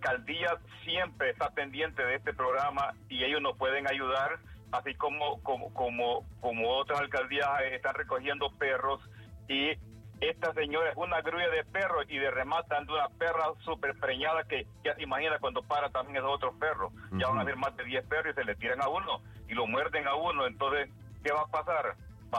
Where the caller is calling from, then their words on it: Tegucigalpa, Francisco Morazán, Honduras; yo vivo en la Flor del Campo.